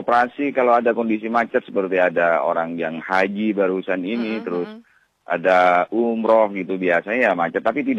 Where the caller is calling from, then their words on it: East Java, Indonesia; Saya pribadi sebagai warga Talangu